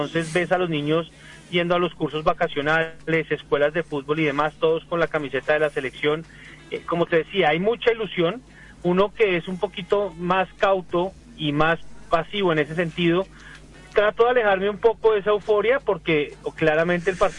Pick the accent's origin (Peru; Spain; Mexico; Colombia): Colombia; ustedes saben cómo somos los colombianos